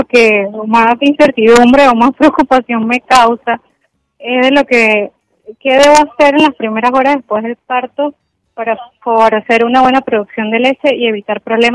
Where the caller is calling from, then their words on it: Panama City, Panamá, Panama; De aquí, de la ciudad de Panamá.